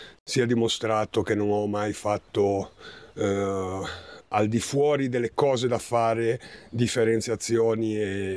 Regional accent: Ronco Scrivia, Liguria, Italy; io sono di Roscrivia

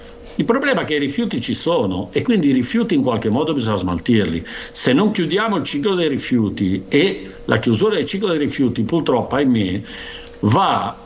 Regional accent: Torriglia, Liguria, Italy; io ho 58 anni, quando ero ragazzino a Toriglia andavo a comprare il latte con la bottiglia

